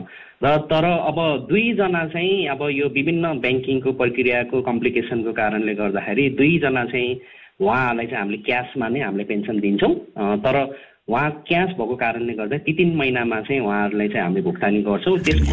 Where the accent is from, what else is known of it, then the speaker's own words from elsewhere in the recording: Gandaki Province, Nepal; मेरो गाउँघर चाहिँ हजुर छिमेकी जिल्ला नै पर्यो हजुर, गुल्मीको छिमेकी जिल्ला बागलुङ.